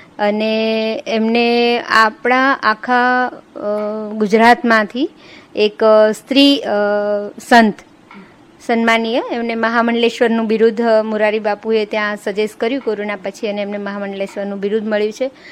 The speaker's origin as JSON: {"language": "Gujarati", "town": "Vadodara", "region": "Gujarat", "country": "India", "said": "હું વડોદરાથી આવું છું."}